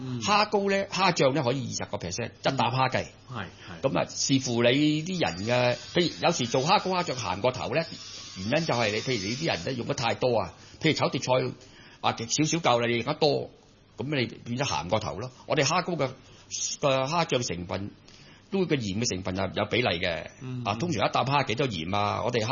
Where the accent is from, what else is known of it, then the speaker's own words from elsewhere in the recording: Hong Kong; 我们香港人又叫银虾啦